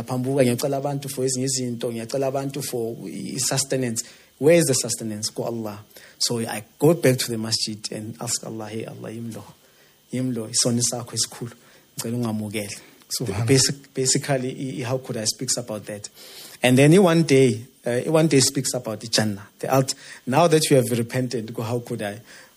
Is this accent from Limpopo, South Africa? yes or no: no; Soweto, Gauteng, South Africa; growing up in Soweto is surrounded by corruption everywhere.